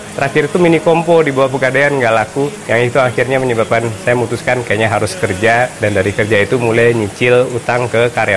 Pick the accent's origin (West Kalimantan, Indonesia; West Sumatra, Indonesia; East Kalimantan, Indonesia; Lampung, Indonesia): West Sumatra, Indonesia; Padang; moved away as an adult; also born or lived in Bogor; Saya lahir di Padang 5 Oktober 1982. Saya sampai SMA ada di Padang, kemudian kuliah di IPB Bogor